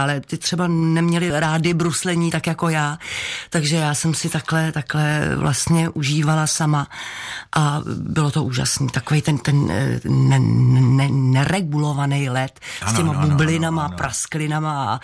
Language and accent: Czech; Karlovy Vary, Karlovy Vary Region, Czechia; also born or lived in Cheb; porodnice byla Cheb. Já jsem v Chebu potom vlastně nikdy nebydlela, nežila. Ale podstatnou část dětství a mládí jsem prožila v Karlových Varech